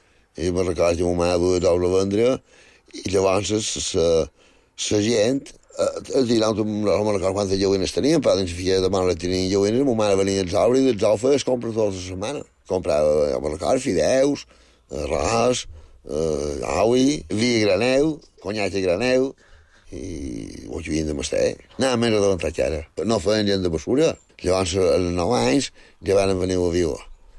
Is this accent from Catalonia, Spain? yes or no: no; Felanitx, Balearic Islands, Spain; born there; Sí. Bueno, vaig néixer a Falenits, a Sant Triau, en el barri de Sant Maixida.